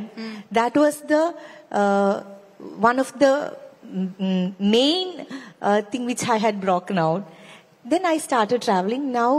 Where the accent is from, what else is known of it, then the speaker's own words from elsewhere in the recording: Kozhikode, Kerala, India; I belong from Malabar region. I hail from Kozhikode city. I born and brought up in a family which had very pure, in-depth feeling of the, you know, the orthodox, a religious...